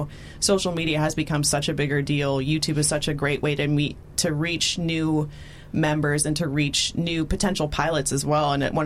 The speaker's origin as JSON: {"language": "English", "town": "Los Angeles", "region": "California", "country": "United States", "said": "that's my community. I'm from Los Angeles."}